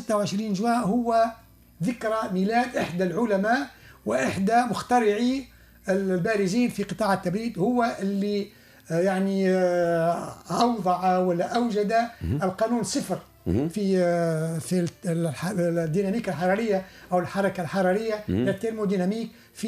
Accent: Tunisia; ثم احنا كتونسيين احتفلنا باليوم هذا يوم 26 جويلة

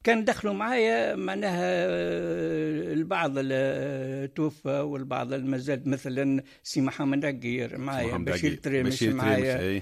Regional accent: Khniss, Monastir Governorate, Tunisia; من مواليد خنيس، مولود في أكتوبر 39.

